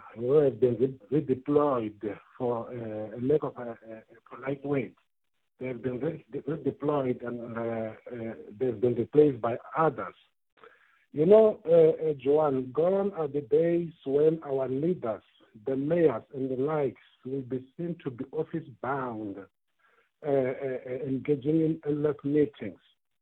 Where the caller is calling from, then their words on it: Limpopo, South Africa; So here in Limpopo